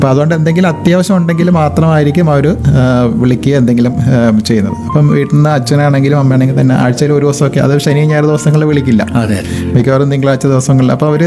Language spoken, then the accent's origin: Malayalam; Kollam, Kerala, India; born there; also born or lived in Ernakulam; ഞാൻ ജനിച്ചത് ഇവിടെ തന്നെയാണ്, കൊല്ലത്ത് തന്നെയാണ് ഞാൻ ജനിച്ചത്. പിന്നെ ജോലിയും അങ്ങനെയുള്ള കാര്യങ്ങളൊക്കെ ആയിട്ട് അച്ഛനും ജോലി എറണാകുളത്തായിരുന്നു. അപ്പം അത് സംബന്ധമായിട്ട് എറണാകുളത്തായിരുന്നു. പിന്നെ ഇപ്പം തിരിച്ച് വീണ്ടും ഇപ്പം കൊല്ലത്തേക്ക് തന്നെ വന്നിട്ടുണ്ട്. ഇപ്പോൾ ഒരു ഏകദേശം 10 വർഷമായിട്ട് കൊല്ലത്ത് തന്നെയാണ്